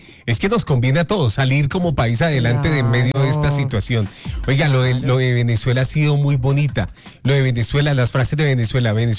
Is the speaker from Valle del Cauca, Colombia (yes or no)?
yes; Cali, Valle del Cauca, Colombia; Yo soy caleño, pero en Buenaventura tengo familia.